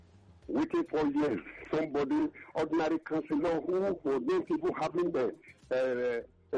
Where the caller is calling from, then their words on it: Abule Egba, Lagos, Nigeria; speaking from Abulegba.